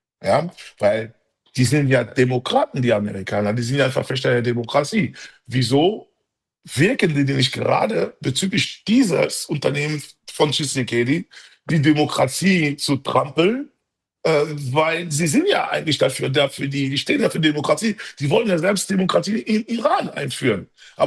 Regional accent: Germany; ich bin als Kongolese hier in Deutschland so groß geworden.

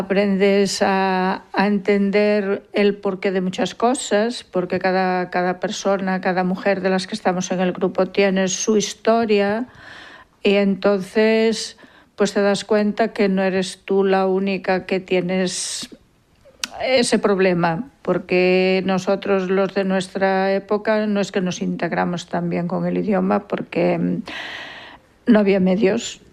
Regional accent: Monforte de Lemos, Galicia, Spain; moved away as an adult; now in Zurich, Switzerland; Pues vengo de Galicia, de Monforte de Lemos.

